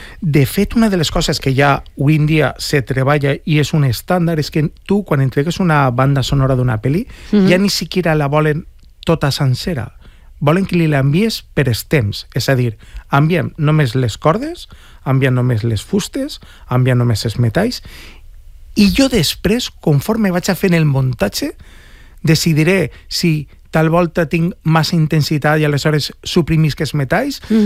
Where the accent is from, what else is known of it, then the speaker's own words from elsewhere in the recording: Alzira, Valencian Community, Spain; sempre procuro dedicar una peça al meu poble, en algo que tinga que veure en Alzira